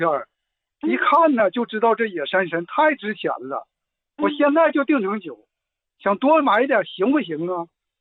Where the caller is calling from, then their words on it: Jilin, China; 我对人参也了解一点，因为我是吉林的人。